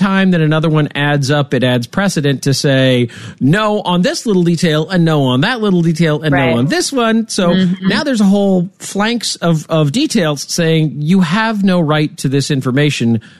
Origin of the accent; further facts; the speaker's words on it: Nebraska, United States; born there; my home state of Nebraska.